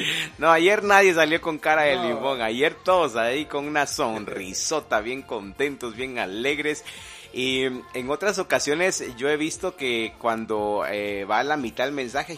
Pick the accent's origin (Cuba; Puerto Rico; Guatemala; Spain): Guatemala; Así como el buen chapín que somos, buenos chapines que somos.